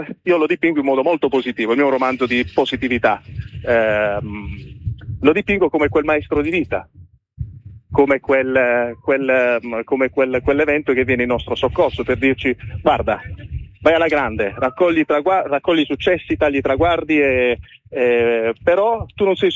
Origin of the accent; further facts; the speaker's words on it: Bari, Apulia, Italy; io sono barese come dicevo prima